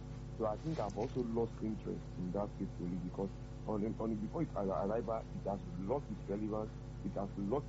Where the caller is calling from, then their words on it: Abuja, Federal Capital Territory, Nigeria; calling from Abuja.